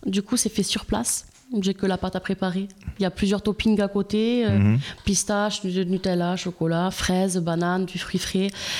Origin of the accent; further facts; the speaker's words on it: Daumazan-sur-Arize, Occitanie, France; moved away; donc du coup je viens d'Ariège, de Domazan-sur-Arize. Voilà, j'ai grandi là-bas avec mes parents, famille nombreuse.